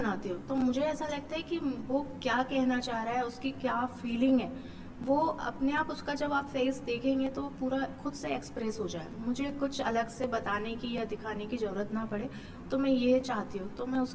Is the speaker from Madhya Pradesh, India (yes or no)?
yes; Gwalior, Madhya Pradesh, India; मैं सीखकर तो अपने ग्वालियर से ही आई थी।